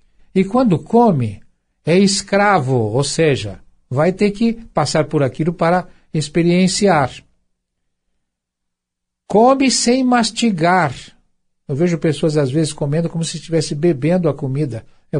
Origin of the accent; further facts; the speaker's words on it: Minas Gerais, Brazil; eu sou mineiro